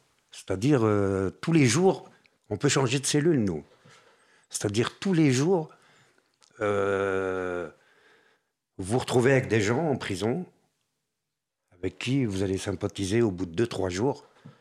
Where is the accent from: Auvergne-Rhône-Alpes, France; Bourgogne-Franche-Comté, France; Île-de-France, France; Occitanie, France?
Île-de-France, France; Paris; moi en tant que Parisien, je me suis retrouvé à l'île Doré.